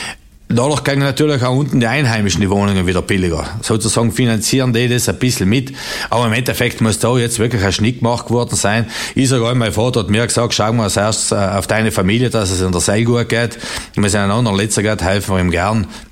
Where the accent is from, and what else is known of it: Trentino-Alto Adige, Italy